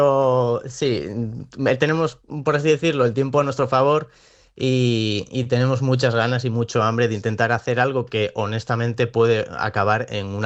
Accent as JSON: {"language": "Spanish", "town": "Comillas", "region": "Cantabria", "country": "Spain", "said": "Bueno, yo soy de Comillas, que Santander nos queda lejos, pero el Racing claramente pues es el equipo de aquí de Cantabria"}